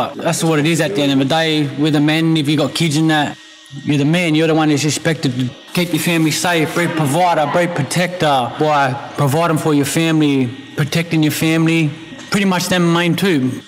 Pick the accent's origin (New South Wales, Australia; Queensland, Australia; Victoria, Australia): New South Wales, Australia; Mount Druitt; I grew up in Mount Druitt all my life.